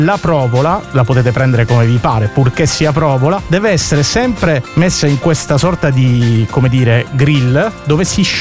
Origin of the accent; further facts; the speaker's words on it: Sicily, Italy; E in particolare io sono un esperto di Etna, come sai sono siciliano.